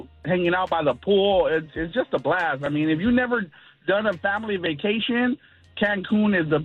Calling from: Pico Rivera, California, United States; I'm calling from Pico Rivera.

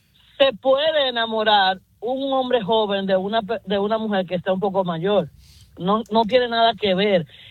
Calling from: Dominican Republic; Le puedo decir, yo soy dominicana.

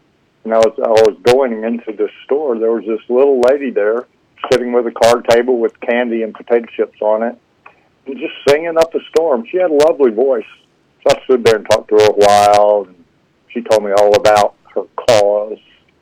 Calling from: Alabama, United States

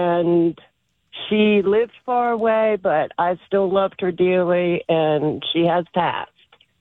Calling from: Falling Waters, West Virginia, United States; I am in Falling Waters, West Virginia

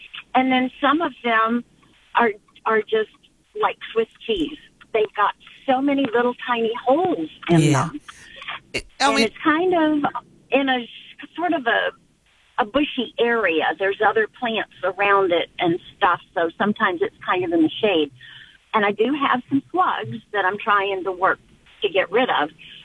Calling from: Winter Haven, Florida, United States; as I drive around Winter Haven.

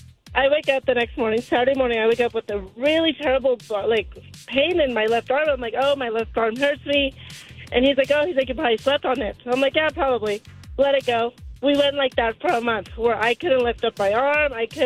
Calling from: Calimesa, California, United States; I'm not in Calabasas. I'm in Calamesa.

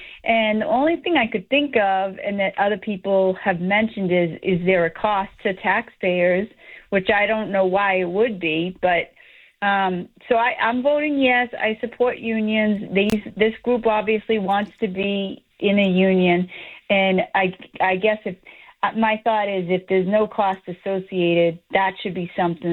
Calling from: Boston, Massachusetts, United States; Yeah, I'm from a long-standing union family. We live in Southie.

